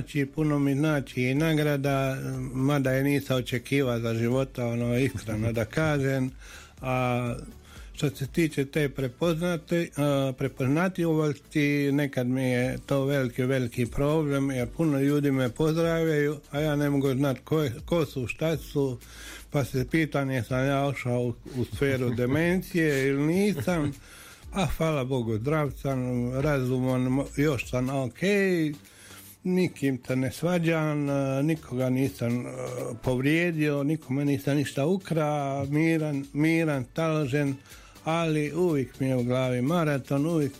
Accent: Opuzen, Dubrovnik-Neretva County, Croatia; moved away as an adult; Ja sam studirao u Splitu. Ona sam rekao da ja to nikad neću završiti zato što mi je preblizu Opuzena Split.

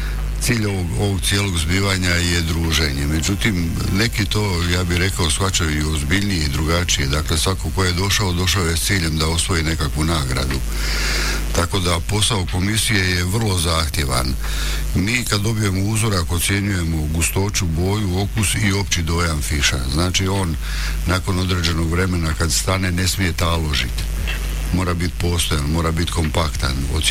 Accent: Požega-Slavonia County, Croatia

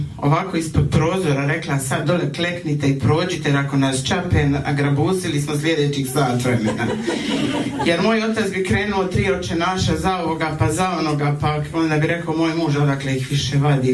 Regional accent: Dubrovnik, Dubrovnik-Neretva County, Croatia; dolazim iz Dubrovnika.

